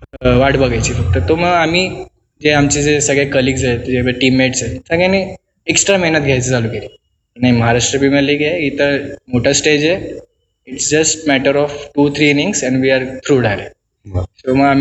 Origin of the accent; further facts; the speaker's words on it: Sherpur, Maharashtra, India; जेव्हा मी लहान होतो ना तेव्हा आधी व्हायची तर त्या ज्या मॅचेस होत्या त्या आमच्या गाव शेरपूरला आहे झाल्या होत्या.